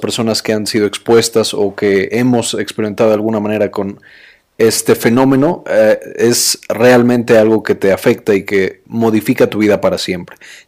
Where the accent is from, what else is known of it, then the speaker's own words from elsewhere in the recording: Mexico; nuestro país, México